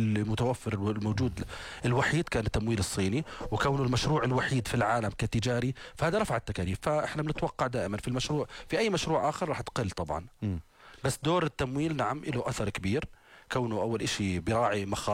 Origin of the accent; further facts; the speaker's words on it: Jordan; والحمد لله يعني احنا بالاردن يعني ما عم نعاني منها الحمد لله.